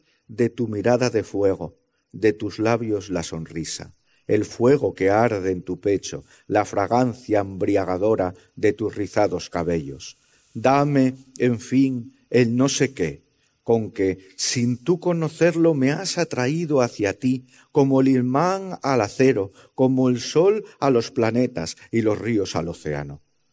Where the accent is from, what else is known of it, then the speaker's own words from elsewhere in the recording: Avilés, Asturias, Spain; Yo mal pena salí de aquí, de Avilés. Iba como mucho a Uvieu cuando estaba estudiando, a Yoanco, a Santiago, de Ambiedes